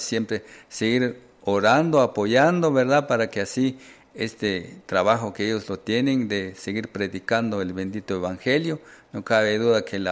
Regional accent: San Juan Comalapa, Chimaltenango, Guatemala; vengo de San Juan, Comalapa. En la iglesia que asisto, ahí en la iglesia Betlehem Centroamericana.

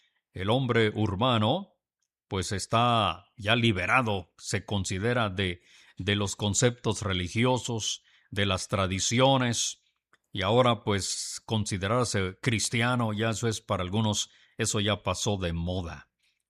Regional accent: Guatemala

